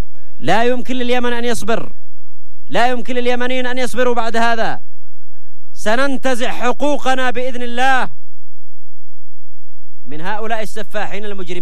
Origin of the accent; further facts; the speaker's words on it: Yemen; وهذا البلد بلدنا، نحن أبناء اليمن